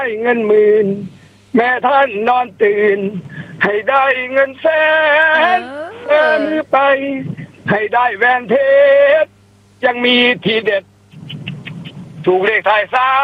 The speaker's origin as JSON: {"language": "Thai", "region": "Buriram", "country": "Thailand", "said": "ผมเป็นคนบุรีรัมย์ครับ"}